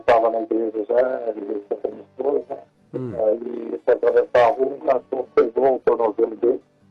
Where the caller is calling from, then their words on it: Atibaia, São Paulo, Brazil; Eu sou de Atibaia.